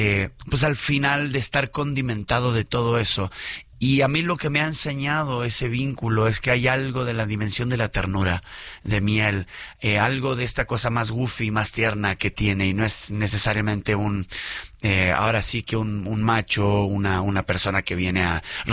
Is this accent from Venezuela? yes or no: no; Argentina; moved away as an adult; now in Mexico; Yo soy argentino.